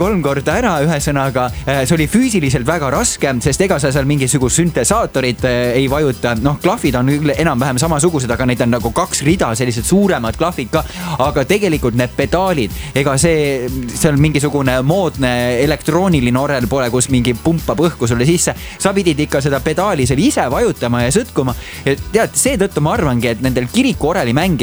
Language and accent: Estonian; Jüri, Harju County, Estonia; born there; now in Tartu, Estonia